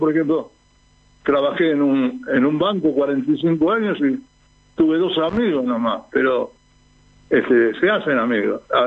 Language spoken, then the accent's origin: Spanish; Buenos Aires, Argentina